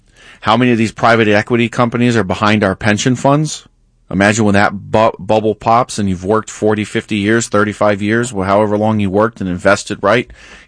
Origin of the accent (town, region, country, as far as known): United States